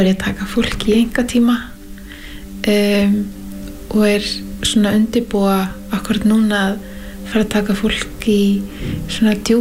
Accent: Northwestern Region, Iceland; Og ólst upp í Skagafirði

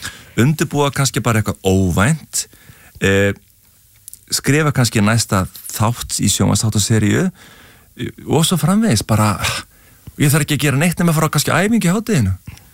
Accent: Ólafsvík, Western Region, Iceland; ég upplýði það sem barn í Ólafsvík

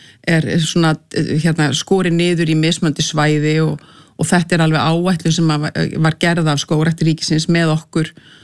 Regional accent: Reykjavík, Capital Region, Iceland; en ég uppalinn í Reykjavík, skólagangan var hérna í Breiðholtinu sko

